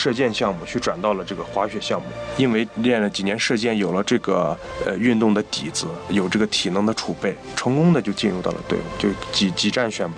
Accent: Binzhou, Shandong, China; 生在滨州，长在滨州，家乡踏实坚韧的民风，咱们三秦父老的那种韧劲跟拼劲，从小就在咱们骨子里边刻下了

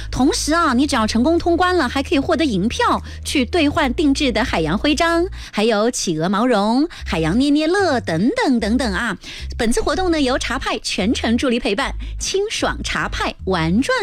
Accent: Chuzhou, Anhui, China; 我作为安徽人我骄傲，作为滁州人我骄傲

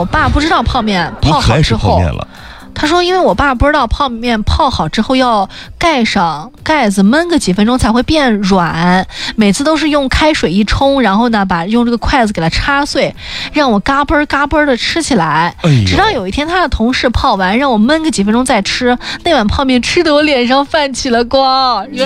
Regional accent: northern China, China; 作为一个北方人

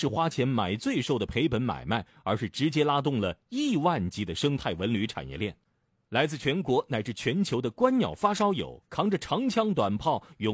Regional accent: Nanchang, Jiangxi, China; 咱们南昌人的日子就能够因此镶上金边吗

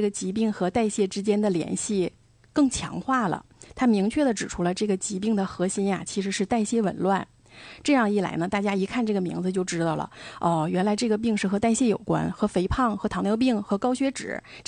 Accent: Dalian, Liaoning, China

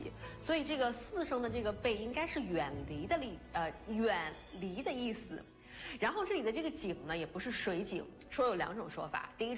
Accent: China; 我们中国人嘛，自古以来就有安土重迁的传统

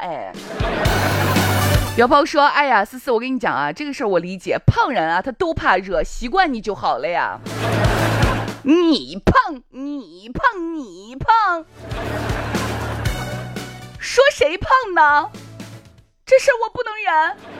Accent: Shaanxi, China

